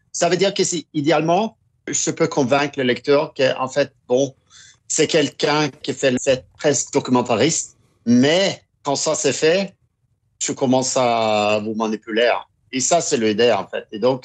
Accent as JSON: {"language": "French", "region": "Oslo", "country": "Norway", "tie": "born there", "also_born_or_lived": "Kirkenes, Norway", "second_language": "French", "said": "je suis grandi quand je viens d'Oslo, la capitale de la Norvège, mais je suis grandi 5 ans dans une petite ville qui s'appelle Kirkenes. C'est une ville à la frontière russe"}